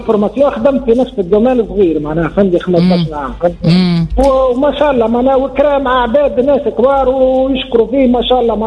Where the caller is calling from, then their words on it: Sfax Governorate, Tunisia; نتكلم فيك من الغريبه.